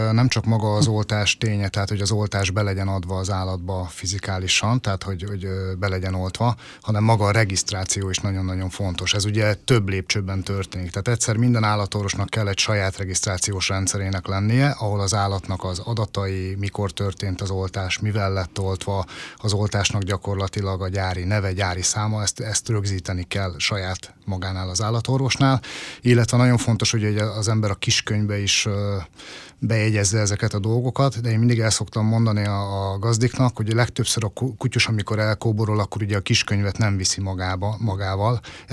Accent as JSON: {"language": "Hungarian", "town": "Paks", "region": "Tolna", "country": "Hungary", "tie": "born or raised there", "said": "Pakson is születtem, 1978-ban és 22 éve dolgozom állatorvosként Pakson."}